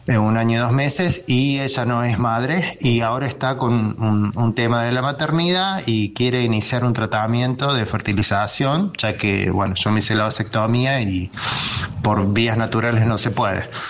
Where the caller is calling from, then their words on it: Córdoba, Argentina; de Córdoba.